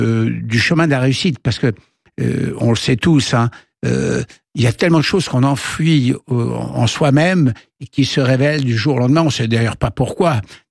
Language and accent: French; France; C'est l'envie d'être français. Je suis français.